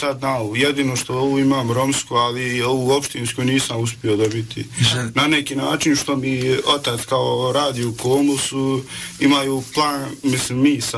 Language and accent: Bosnian; Gračanica, Federation of Bosnia and Herzegovina, Bosnia & Herzegovina; Da, ja sam iz Gračanice. Prvo sam bio, išao u drugu osnovnu, pa bio sam do 3., 4. razreda, pa sam se preselio ovdje